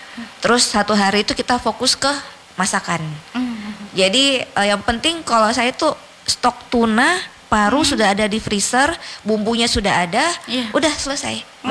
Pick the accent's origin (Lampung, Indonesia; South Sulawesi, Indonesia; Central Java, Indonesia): South Sulawesi, Indonesia; Iya, saya Bugis.